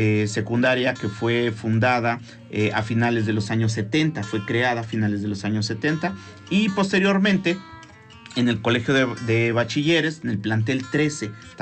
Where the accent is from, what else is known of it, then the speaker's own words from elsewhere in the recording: San Miguel Xoxtla, Puebla, Mexico; Yo soy de San Miguel Xostla. Sí, yo soy de San Miguel Xostla, es el municipio 136, casi es el municipio más pequeño del estado de Puebla, pero vaya, rico en historia, en cultura, en gastronomía.